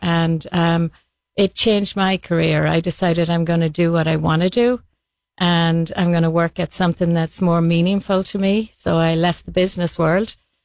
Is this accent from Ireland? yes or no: yes; Ireland; now in United States; Well, I kind of, from the time that I came from Ireland, I've been involved with supporting, helping the homeless.